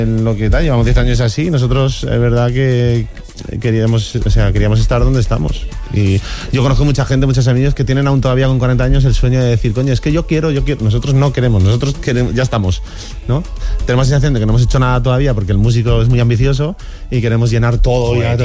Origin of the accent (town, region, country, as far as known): Valencian Community, Spain